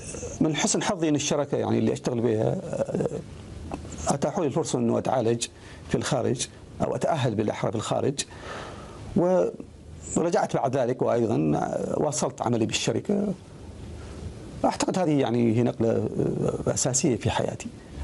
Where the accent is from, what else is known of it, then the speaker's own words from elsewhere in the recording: Ash Sharqiyah South, Oman; born there; also born or lived in Sur, Oman / United States; أنا ولدت في منطقة في منطقة الشرقية في قرية صغيرة تسمى وادي المر. هناك بدأت تعلم أو دراسة القرآن الكريم في الهواء الطلق تحت ظل شجرة، وبقيت في هذه وبقيت الأسرة في هذه القرية إلى أن حوالي بلغت من عمر 10 سنوات. بعد ذلك انتقلنا إلى صور